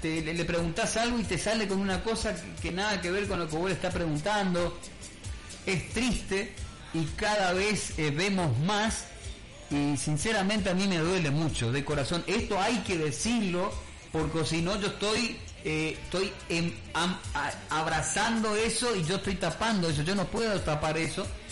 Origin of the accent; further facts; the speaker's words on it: Puerto Iguazú, Misiones, Argentina; nosotros somos de acá, nacimos acá, ¿sí? Somos oriundo acá de Iguazú